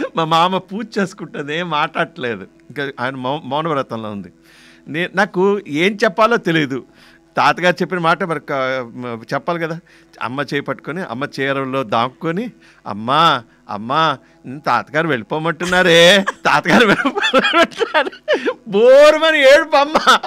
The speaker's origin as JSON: {"language": "Telugu", "town": "Vizianagaram", "region": "Andhra Pradesh", "country": "India", "tie": "born there", "said": "విజయనగరంలో పుట్టాను, మన ఆంధ్రప్రదేశ్లో ఉన్న విజయనగరం, అప్పట్లో మంచి పేరుగాంచిన విజయనగరంలో పుట్టాను."}